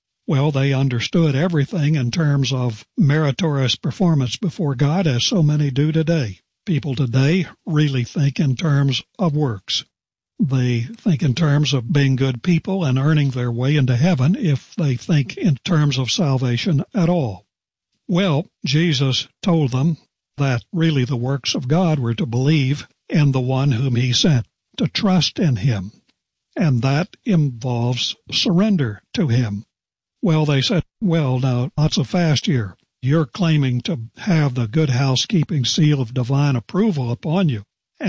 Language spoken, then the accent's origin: English; West Virginia, United States; born there; There was a man in my home state of West Virginia